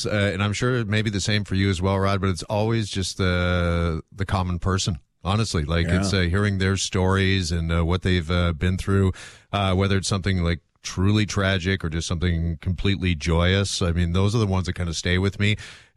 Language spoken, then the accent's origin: English; Burlington, Ontario, Canada; Actually, I grew up in Burlington, Ontario, and people who lived across the street, they won $1 million.